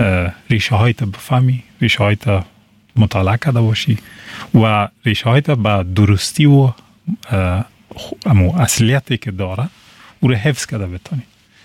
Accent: Afghanistan; من گفتم من افغان هستم، از افغانستان هستم.

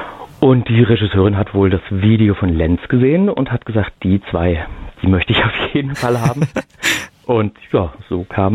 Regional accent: Stuttgart, Baden-Württemberg, Germany; Dann gab es in Stuttgart, wo ich herkomme, einen Theaterjugendclub an einem professionellen Kinder- und Jugendtheater.

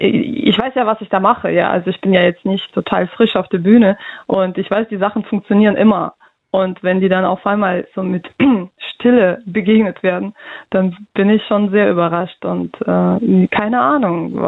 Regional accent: Russia; now in Germany; wenn ich sage, ja, ich komme aus Russland, es ist denen egal, woher ich komme.

